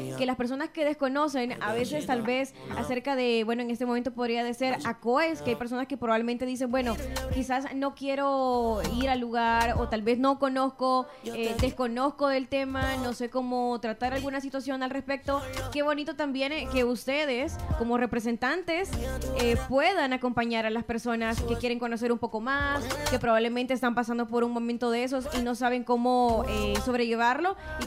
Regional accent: El Salvador

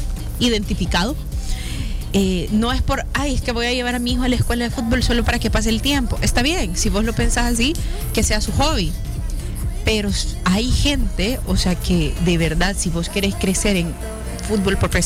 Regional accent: El Salvador; con nuestro pensamiento como salvadoreños

